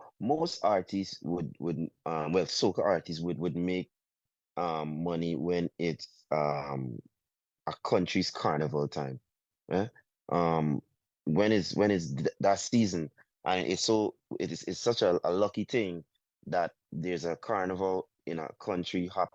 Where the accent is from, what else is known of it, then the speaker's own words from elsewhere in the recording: Guyana; And I'm happy I'm from Guyana